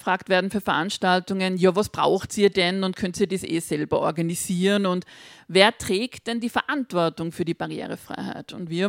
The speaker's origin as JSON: {"language": "German", "region": "Salzburg", "country": "Austria", "said": "Angeschaselt werden, gibt es auch im Pinzgerischen, wo ich herkomme. Ist eine, gute Worte haben wir im Dialekt."}